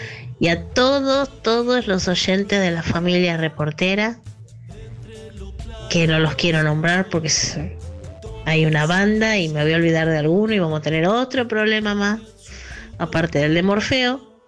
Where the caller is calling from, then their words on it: Buenos Aires, Argentina; de Caballito